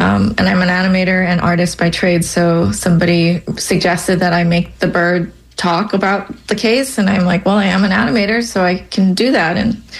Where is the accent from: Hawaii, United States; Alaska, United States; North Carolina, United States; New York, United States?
Hawaii, United States; well, I'm from Hawaii. I should try to draw what we have there.